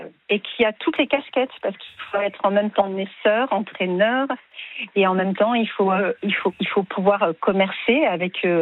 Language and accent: French; Grand Est, France; now in Gers, France; Moi, je suis originaire d'Alsace